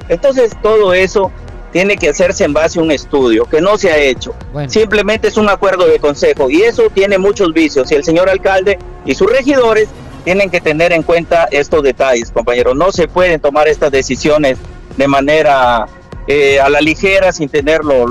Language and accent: Spanish; Tambogrande, Piura, Peru; mi querido Tamborande.